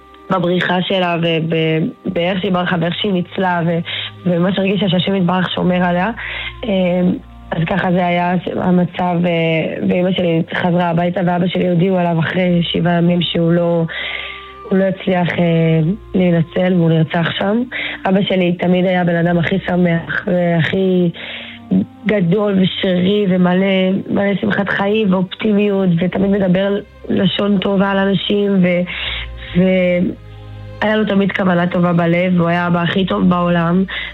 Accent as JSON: {"language": "Hebrew", "region": "Northern District", "country": "Israel", "said": "אבא שלי היה חבר קיבוץ בית קשת, אז ככה אנחנו מהצפון כולנו, אנחנו עדיין גרים באחוזת ברק, וגם אבא שלי גר באחוזת ברק איתנו."}